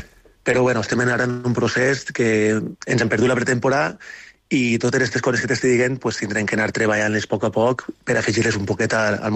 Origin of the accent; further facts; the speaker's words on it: Xeraco, Valencian Community, Spain; jo soc de Jeraco, que està al costat